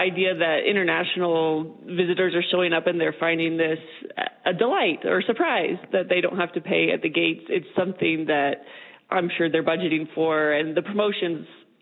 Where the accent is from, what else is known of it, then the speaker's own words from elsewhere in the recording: Canada; That's a really quintessential part of being Canadian and tapping into our identity and culture.